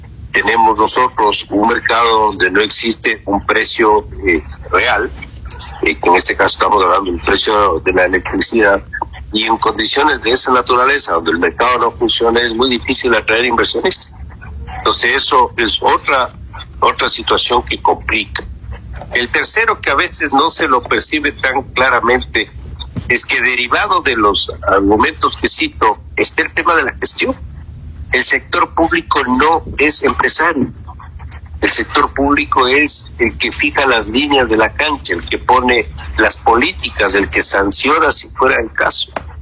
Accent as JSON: {"language": "Spanish", "country": "Ecuador"}